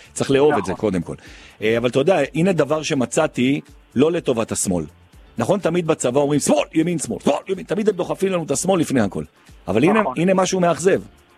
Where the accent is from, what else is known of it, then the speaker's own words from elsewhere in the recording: Jerusalem, Jerusalem District, Israel; כשהייתי ילד, הייתי גר ברחוב הנביאים, זה בסמוך למאה שערים